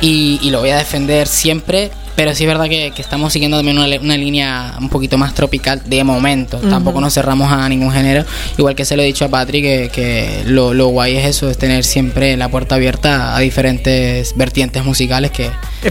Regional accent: Colombia; now in Canary Islands, Spain; Llevo las raíces de mi país, de Colombia, pero también soy español, o sea, y canario

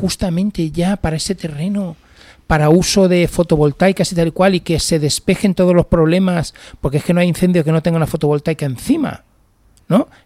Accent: Spain; como tantos españoles que arreglamos el país tomando café

